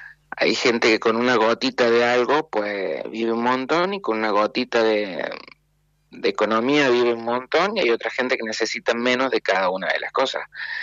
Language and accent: Spanish; Argentina; moved away; Yo me fui de Argentina sobre todo por el problema de seguridad.